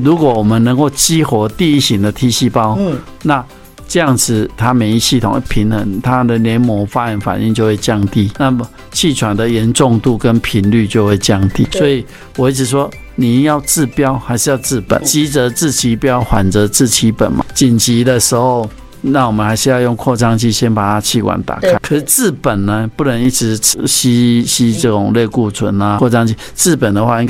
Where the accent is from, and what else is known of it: Taiwan